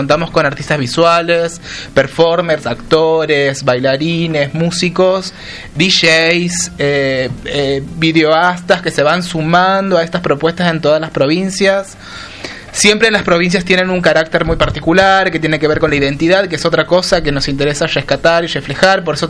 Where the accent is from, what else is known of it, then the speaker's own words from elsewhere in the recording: Santiago del Estero, Argentina; Marina viene del Chaco, nosotros venimos de Santiago del Estero.